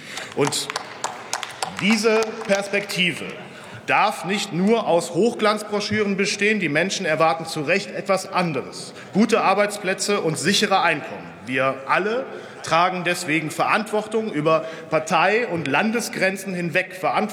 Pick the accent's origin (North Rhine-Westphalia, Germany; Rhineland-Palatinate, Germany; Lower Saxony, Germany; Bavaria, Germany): North Rhine-Westphalia, Germany; Manche Kohleländer, leider mein Heimatland Nordrhein-Westfalen, hängen hinten an.